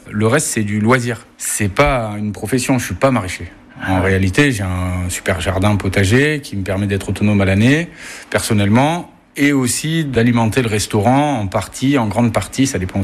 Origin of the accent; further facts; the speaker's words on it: Vaucance valley, Auvergne-Rhône-Alpes, France; also born or lived in Tournon; Alors, je suis un ardéchois du Nord. Pour les sudistes puristes, je suis un faux ardéchois. Mais je suis né à Tournon et j'ai grandi dans la vallée de la Vaucance. C'est une petite vallée entre Annonay et Saint-Bonnet-le-Froid